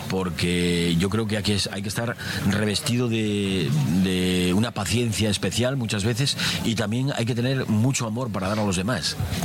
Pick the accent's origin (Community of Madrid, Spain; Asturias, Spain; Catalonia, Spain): Asturias, Spain; Yo vengo de Asturias